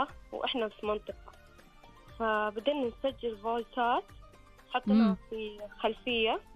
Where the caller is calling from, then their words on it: Al Khurmah, Makkah Province, Saudi Arabia; من الخرمة.